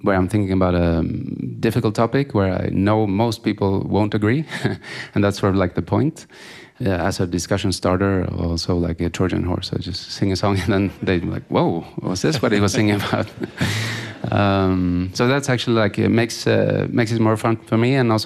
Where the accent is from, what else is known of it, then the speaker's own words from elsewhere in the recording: Gothenburg, Västra Götaland, Sweden; And for us kids, we grew up in Sweden, so we don't know anything else in a way.